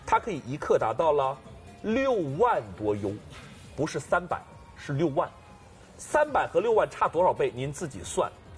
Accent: China; 我们中国人老祖宗养生也是这样的，用天然的食材

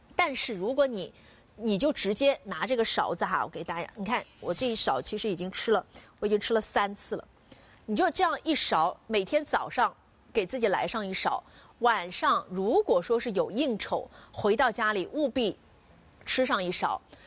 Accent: China; 我们中国人

